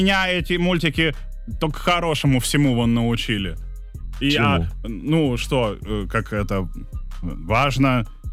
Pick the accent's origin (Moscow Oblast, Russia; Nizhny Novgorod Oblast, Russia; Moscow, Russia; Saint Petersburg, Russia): Saint Petersburg, Russia; я из Питера